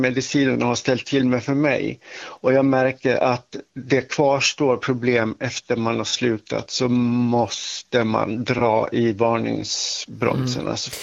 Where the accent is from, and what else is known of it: Dalarna County, Sweden; accent: Västerdalarna dialect